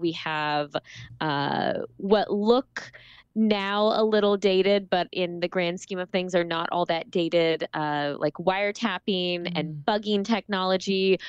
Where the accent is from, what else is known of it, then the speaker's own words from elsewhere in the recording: Las Vegas, Nevada, United States; moved away as an adult; also born or lived in South Carolina / Massachusetts; I grew up in Las Vegas.